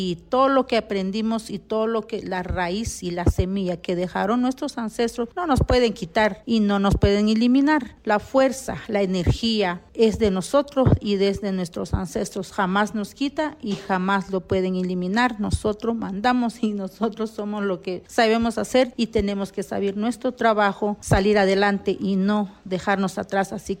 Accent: Alta Verapaz, Guatemala; first language Q'eqchi'; Spanish is a second language; soy de Alta Verapaz y mi idioma es Quechí.

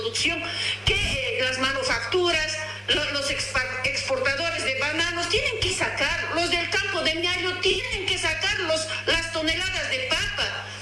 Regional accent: Bolivia; al menos a mí como ciudadana boliviana, indígena además

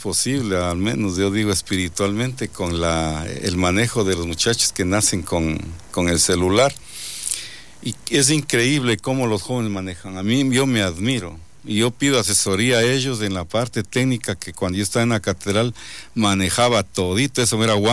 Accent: Riobamba, Chimborazo, Ecuador; moved away as an adult; also born or lived in Quito; Yo soy de Riobamba, estoy estudiando en la Politécnica, Ingeniería Mecánica

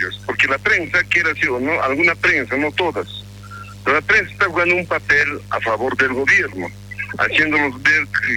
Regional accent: Bolivia; un gobierno que tenga el sentimiento y el corazón ya, como boliviano, para dar solución al problema de este país.

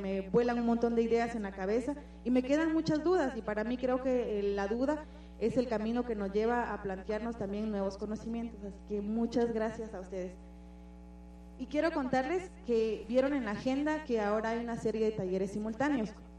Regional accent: Guatemala

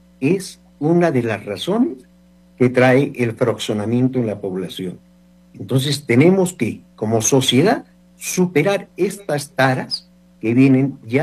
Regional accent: Peru

